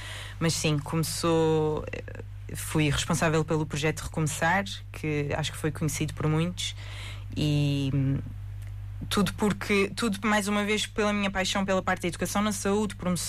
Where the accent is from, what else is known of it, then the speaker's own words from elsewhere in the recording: Santa Maria, Azores, Portugal; sempre preferi estar na minha terra. Acho que é, eu adoro Santa Maria